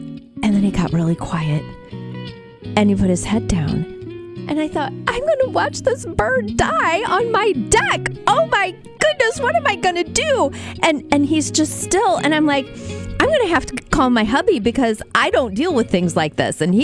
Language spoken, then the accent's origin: English; Metamora, Illinois, United States; now in East Peoria, United States; So, hubby and I are both from the area. I grew up in Metamora. He grew up in Pekin. We raised our kids in Dunlap.